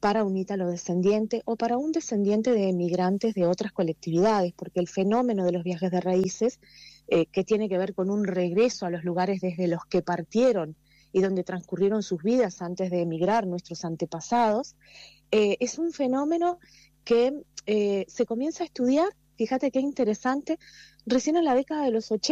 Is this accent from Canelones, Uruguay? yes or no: yes; Las Piedras, Canelones, Uruguay; yo soy de Las Piedras